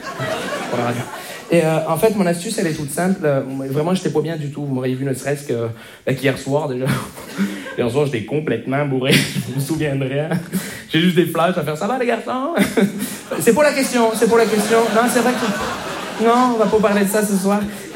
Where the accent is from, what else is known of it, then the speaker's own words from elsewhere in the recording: Montreal, Quebec, Canada; je viens de Montréal.